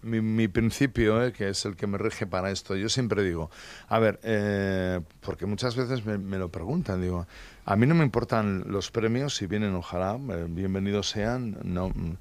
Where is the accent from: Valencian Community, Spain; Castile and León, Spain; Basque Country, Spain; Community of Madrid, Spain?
Basque Country, Spain; Barakaldo